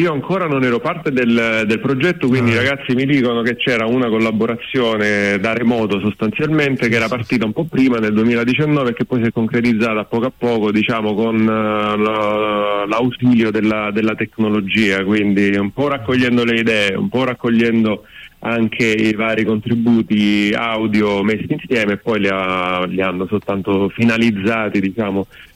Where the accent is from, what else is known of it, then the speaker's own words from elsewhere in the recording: Sicily, Italy; moved away as an adult; now in Rome, Italy; io in realtà sono l'unico fuori sede del gruppo perché sono siciliano